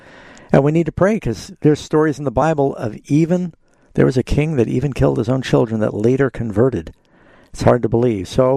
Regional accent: Burbank, California, United States; born there; Hi, Deborah. I was born in Burbank.

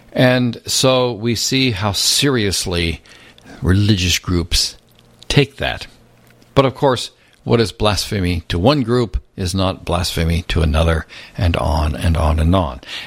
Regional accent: the South, United States; When I grew up, when I was young and lived in the southern part of the United States

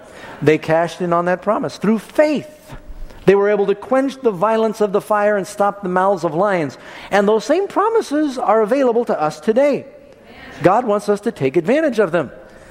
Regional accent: New York City, New York, United States; I remember I grew up in New York City, and the first time I read chaff in the Bible, I had no idea what that was.

